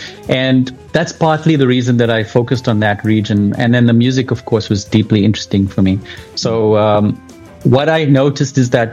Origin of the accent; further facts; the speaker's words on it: South Africa; I've also been trying to sort of figure out what my role is being South African.